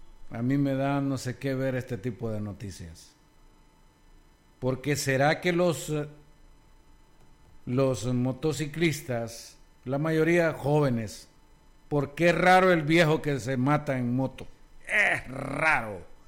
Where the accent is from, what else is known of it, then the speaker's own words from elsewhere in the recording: El Salvador; somos especiales los salvadoreños.